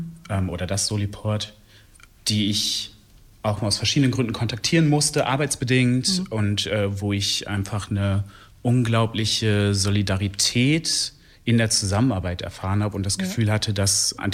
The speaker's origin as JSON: {"language": "German", "town": "Göttingen", "region": "Lower Saxony", "country": "Germany", "tie": "born or raised there", "moved": "yes", "lives_now": "Bremen, Germany", "said": "Ich bin tatsächlich in Göttingen aufgewachsen."}